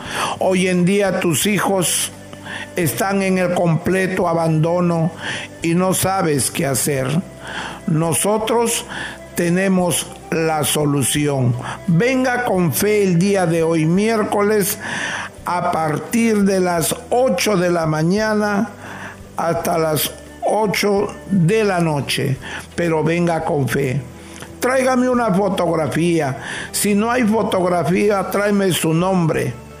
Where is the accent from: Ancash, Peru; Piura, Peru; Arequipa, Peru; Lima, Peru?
Piura, Peru; Salalá; Cuando vayas algún día a Huancabamba, pregunta dónde queda Salalá. Cuando vayas a mi pueblo, un pueblo muy, muy humilde, pero con grandes conocimientos